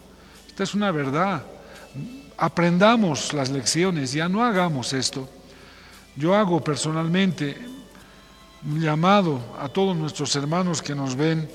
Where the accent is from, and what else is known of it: Bolivia